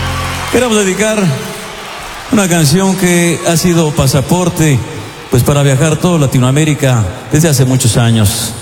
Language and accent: Spanish; Michoacán, Mexico; Sí, señor, arriba Michoacán, mi tierra allá en México.